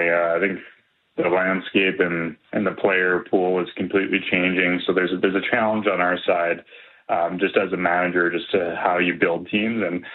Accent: Calgary, Alberta, Canada; I grew up in Calgary, so I grew up watching the Hitmen and the Flames, so it's I know how much this team means to our community.

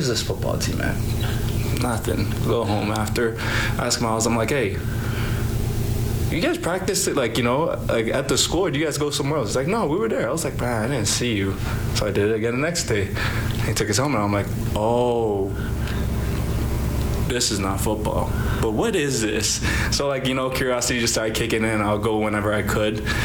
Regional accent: Nigeria; born there; moved away; also born or lived in Taiwan / Ghana; So, like, I was born in Nigeria, so we stayed in Nigeria for a couple of years. My younger brother was born in Taiwan, so we also spent some time in Taiwan. And then we moved back to Nigeria, and then we also spent some time in Ghana also.

